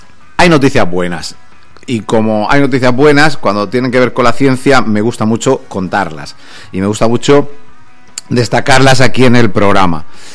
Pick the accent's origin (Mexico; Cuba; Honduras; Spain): Spain